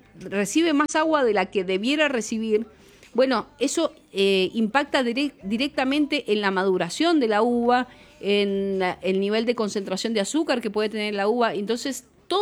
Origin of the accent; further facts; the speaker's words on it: Mendoza, Argentina; para nosotros como mendocinos